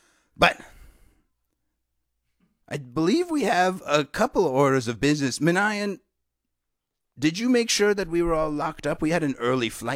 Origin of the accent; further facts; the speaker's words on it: Philadelphia, Pennsylvania, United States; now in Australia; I'm from Philly, just like Dylan, but I live in Australia now.